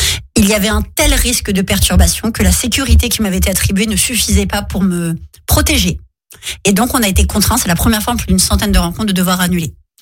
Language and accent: French; Morocco; Nous, on est berbères, on vient du Maroc